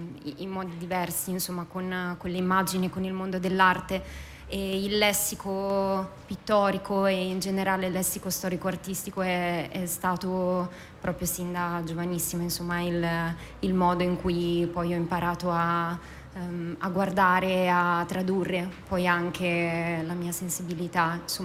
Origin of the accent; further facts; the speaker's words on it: Saronno, Lombardy, Italy; born there; Sono nata in provincia di Varese